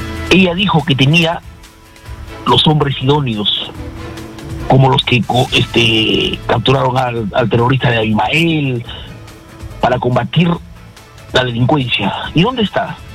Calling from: San Isidro, Lima, Peru; de San Isidro.

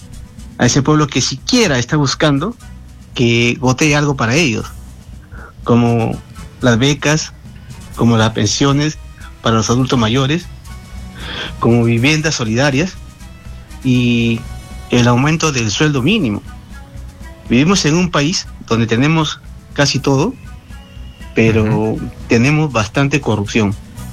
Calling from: Lima, Peru; de Los Olivos.

